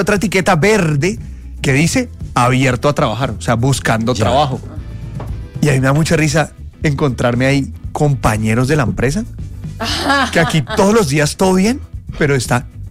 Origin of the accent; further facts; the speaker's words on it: Colombia; Somos colombianos